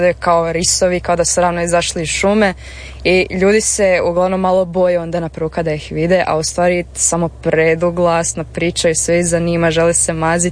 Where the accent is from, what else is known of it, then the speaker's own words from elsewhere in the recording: Croatia; kao Hrvati, kao mala zemlja